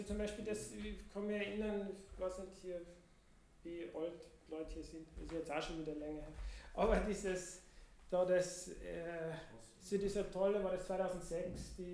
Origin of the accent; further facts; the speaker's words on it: Austria; sage ich jetzt als Österreicher.